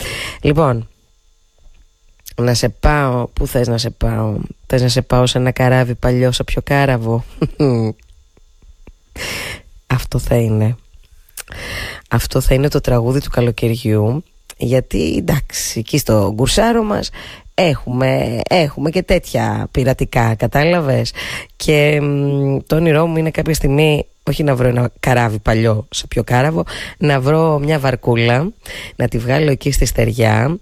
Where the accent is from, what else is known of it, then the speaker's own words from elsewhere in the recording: Thessaloniki, Central Macedonia, Greece; now in Athens, Greece; όταν έφυγα από τη Θεσσαλονίκη για να έρθω στην Αθήνα, στεναχωρήθηκαν πολύ κάποιοι δικοί μου άνθρωποι.